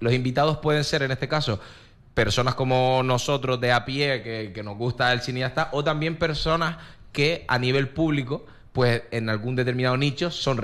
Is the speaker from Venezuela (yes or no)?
no; Canary Islands, Spain; moved away as an adult; now in Lanzarote, Spain; Benji y yo, los dos somos de Gran Canaria, llevamos aquí...